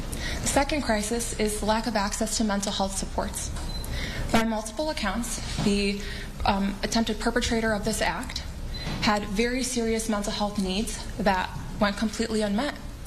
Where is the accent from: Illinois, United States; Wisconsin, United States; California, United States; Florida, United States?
Illinois, United States; Palatine; But I'm originally from Palatine. That is where I was born and raised